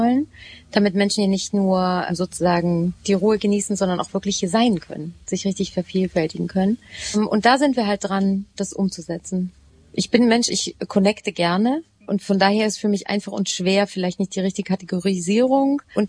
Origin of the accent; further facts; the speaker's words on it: Hamburg, Germany; ich komme ursprünglich aus Hamburg, habe das Stadtleben sehr ausgenutzt und finde aber, dass mein Menschsein gehört mit der Natur zusammen.